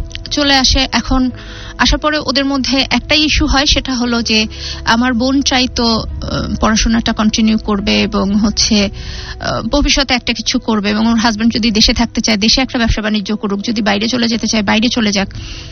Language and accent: Bangla; Patuakhali, Barisal Division, Bangladesh; আমার দেশের বাড়ি পটুয়াখালী।